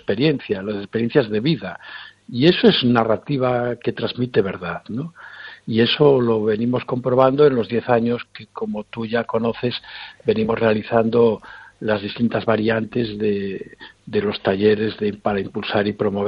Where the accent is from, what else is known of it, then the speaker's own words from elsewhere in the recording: Galicia, Spain; historias maravillosas para sentirnos orgullosos de formar parte como gallegos de esa cultura ancestral.